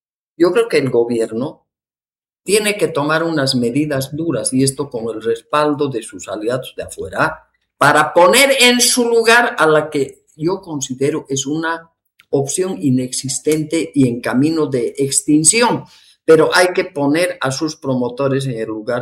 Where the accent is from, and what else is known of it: Bolivia